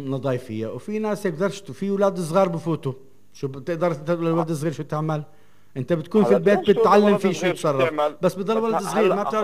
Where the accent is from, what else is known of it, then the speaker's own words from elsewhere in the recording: Nablus, West Bank, Palestine; الكثافه السكانيه كثرت عندنا بنابلس